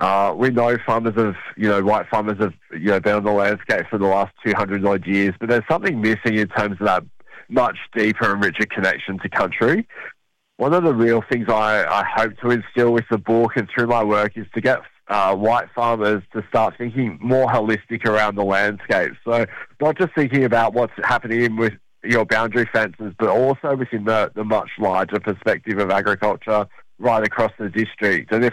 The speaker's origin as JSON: {"language": "English", "town": "Boorowa", "region": "New South Wales", "country": "Australia", "tie": "born or raised there", "said": "so I grew up in Wiradjuri country, a nice little town called Borrower down on the southwest slopes of New South Wales."}